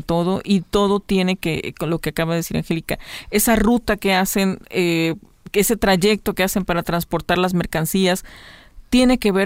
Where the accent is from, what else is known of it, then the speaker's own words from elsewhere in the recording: Poza Rica, Veracruz, Mexico; Yo recuerdo hace muchos años, yo soy originaria de Poza Rica